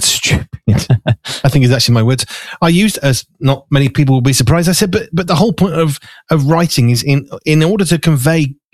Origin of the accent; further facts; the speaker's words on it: West Midlands, United Kingdom; I'm from the Black Country, okay? That's just the way I was learning to talk as a kid. That's what you do. You talk fast and quite strong accent.